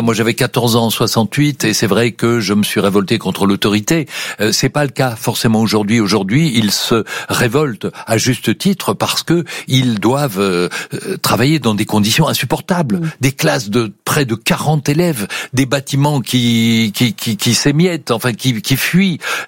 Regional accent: Belgium; now in France; Mais je suis belge dans un pays où le vote est obligatoire.

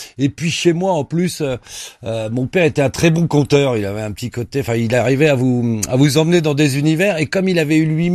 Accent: Pantin, Île-de-France, France; Ouais, j'ai grandi à Pantin.

